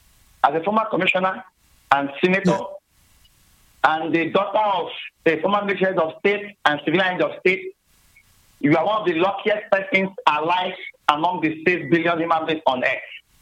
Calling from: Abeokuta, Ogun, Nigeria; Abeokuta.

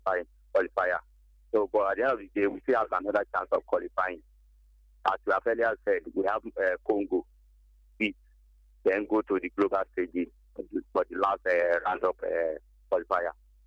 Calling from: Lagos, Nigeria; calling from Ajegunle.

